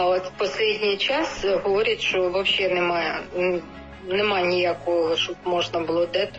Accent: Cherkasy Oblast, Ukraine; ми виїхали до мене на Черкащину. Я сама з Черкащини до сестри

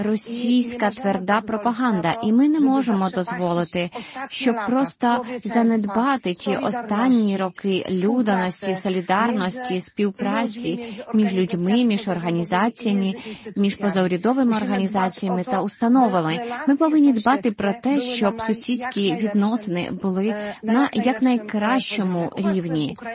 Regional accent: Poland; Ukrainian is a second language; ми, як поляки, такі ж самі.

